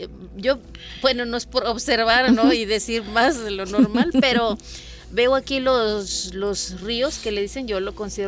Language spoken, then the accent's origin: Spanish; Palmital, Veracruz, Mexico; yo soy de Palmital, de una comunidad allá, y orgullosamente, ay, pues, bueno, de allá.